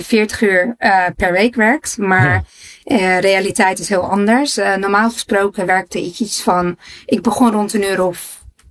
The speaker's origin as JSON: {"language": "Dutch", "town": "Mijdrecht", "region": "Utrecht", "country": "Netherlands", "tie": "born or raised there", "also_born_or_lived": "United States", "moved": "as an adult", "lives_now": "England, United Kingdom", "said": "Ik ben in Meidrecht geboren en getogen."}